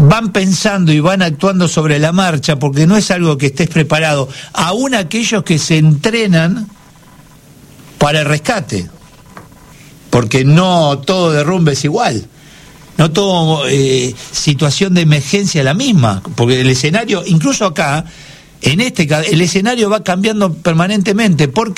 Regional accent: Argentina; Y una Argentina que tiene todo lo contrario, tenemos todo, todos potencialmente ricos, todo.

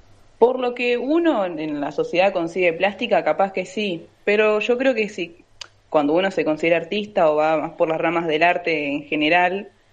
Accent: Concordia, Entre Ríos, Argentina; yo de chica recibí mucha influencia por los carnavales de Concordia, las comparsas. Estuvimos muy involucrados cuando yo era muy chica

